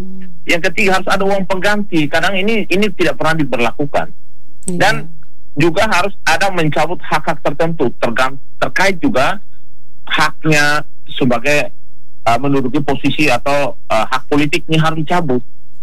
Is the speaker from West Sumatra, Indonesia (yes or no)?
no; East Nusa Tenggara, Indonesia; Karena saya ini orang Nusa Tenggara Timur